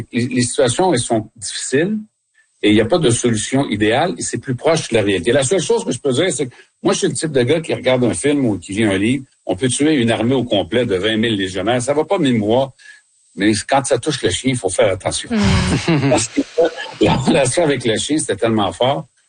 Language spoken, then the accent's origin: French; Quebec, Canada; chez nous au Québec